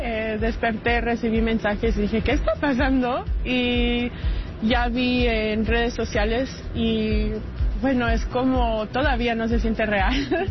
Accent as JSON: {"language": "Spanish", "town": "San Diego", "region": "California", "country": "United States", "tie": "born or raised there", "moved": "yes", "lives_now": "Mexico", "said": "yo pues nací en San Diego, crecí en San Diego, pero desde que me moví aquí es como me siento más mexicana que nada"}